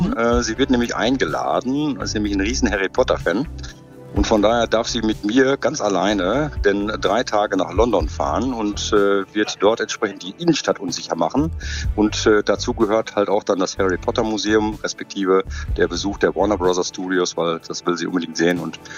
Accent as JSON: {"language": "German", "town": "Selm", "region": "North Rhine-Westphalia", "country": "Germany", "said": "Ich komme aus Selm und wir läuten heute den Feierabend ein."}